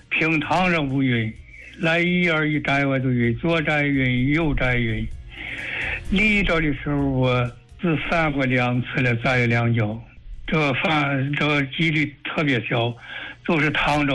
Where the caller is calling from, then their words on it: Jinzhou, Hebei, China; 我来自晋州。